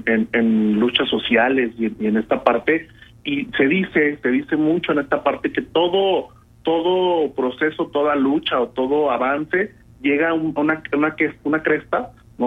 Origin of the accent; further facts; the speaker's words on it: Durango, Mexico; literalmente entrando a la ciudad de Durango, vengo de precisamente del Orgullo de la Ciudad de México, donde tuvimos la oportunidad de participar más de 50 duranguenses que estuvimos por allá.